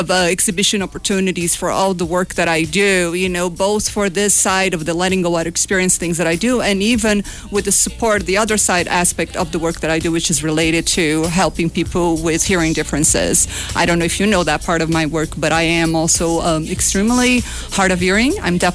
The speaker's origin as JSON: {"language": "English", "country": "Brazil", "second_language": "English", "moved": "yes", "said": "I'm from Brazil."}